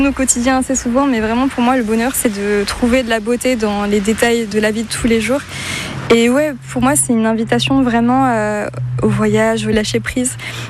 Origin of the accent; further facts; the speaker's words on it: Strasbourg, Grand Est, France; moved away as an adult; now in Reims, France; Moi, par exemple, je suis strasbourgeoise, donc ça fait que 2 ans que j'habite à Reims.